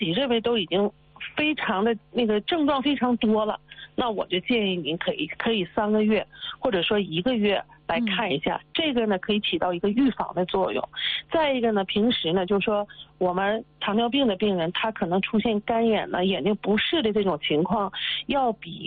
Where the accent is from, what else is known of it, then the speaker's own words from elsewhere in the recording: Northeast China, China; 像咱们东北人特别喜欢那种大碴子粥